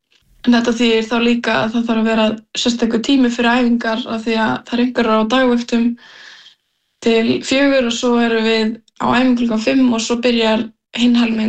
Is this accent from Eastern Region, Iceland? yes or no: yes; Vopnafjörður, Eastern Region, Iceland; Já, við erum svo að frá Vopnafirði og þá mjög líklegt að við séum að vinna í Brim.